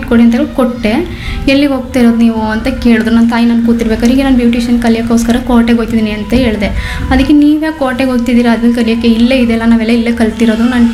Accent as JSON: {"language": "Kannada", "town": "Bannikuppe", "region": "Karnataka", "country": "India", "tie": "born or raised there", "said": "Bannikuppe."}